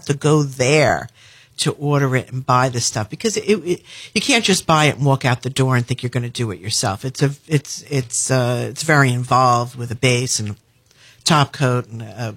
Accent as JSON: {"language": "English", "town": "Mahopac", "region": "New York", "country": "United States", "tie": "born or raised there", "said": "I grew up in Mayapack in Putnam County."}